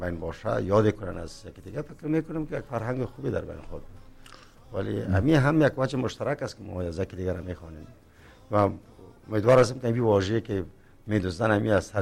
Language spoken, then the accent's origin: Persian; Tajikistan; moved away; من تاجیکم